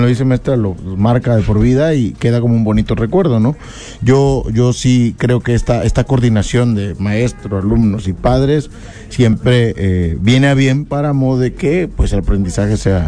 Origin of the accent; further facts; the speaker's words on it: Lerdo, Mexico; born there; moved away; Era la radio de ahí del Lerdo.